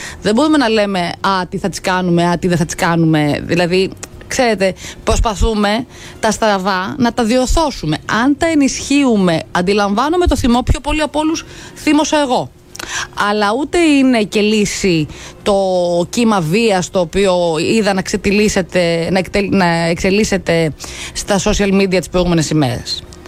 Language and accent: Greek; Western Greece, Greece; moved away; κάτω στο χωριό μου, την Ηλία